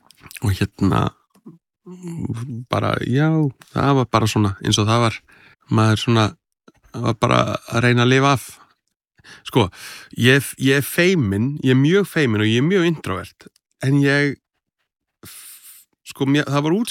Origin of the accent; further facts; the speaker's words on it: North Iceland, Iceland; Ég finn það, ég er að norðan, en ég er bara Íslendingur.